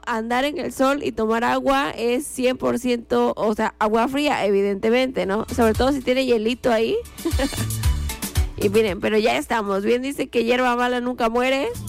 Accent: Tuxtepec, Oaxaca, Mexico; aquí que nosotros somos de Tuxtepec

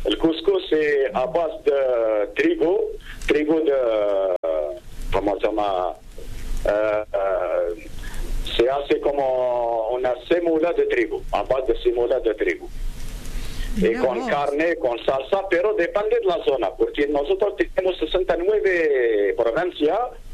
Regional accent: Algeria; now in Argentina; Boacá, Argentina, para mí es un país muy similar a mi país natal, Argelia, donde la persona cuando llega acá a Argentina se sienta en su casa.

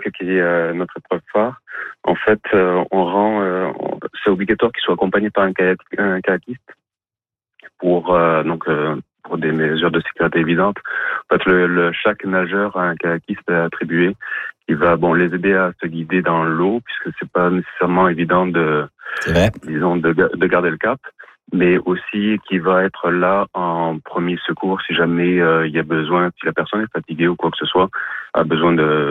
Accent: Dalhousie, New Brunswick, Canada; Sinon, je viens de la région de Dalhousie.

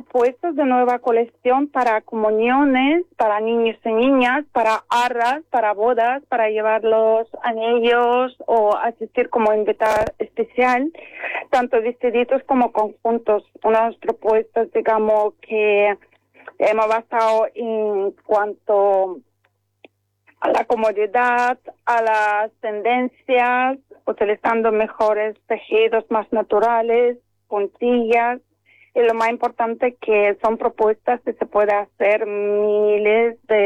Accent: Estonia; accent: Estonian; Spanish is a second language; now in Málaga, Spain; yo soy de Estonia, como se oye en el acento, llevo aquí más de 25 años en Málaga.

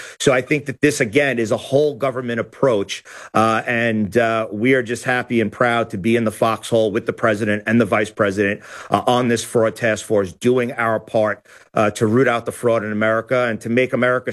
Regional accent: New York, United States; My home state, the state of New York

